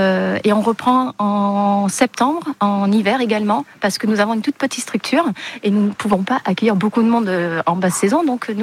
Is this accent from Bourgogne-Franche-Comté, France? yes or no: no; Marseille, Provence-Alpes-Côte d'Azur, France; moved away as an adult; now in Gironde, France; Alors moi, je suis là à Marseille, je viens du sud et j'ai toute ma famille paternelle en Bretagne, située à Saint-Malo.